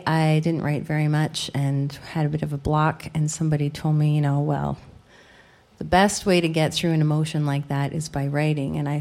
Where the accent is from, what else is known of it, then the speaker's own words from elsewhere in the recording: Quill Lake, Saskatchewan, Canada; moved away; And I grew up on the prairies. I grew up near Quill Lake, Saskatchewan. So, I mean, I knew the country and knew what winter was like out there.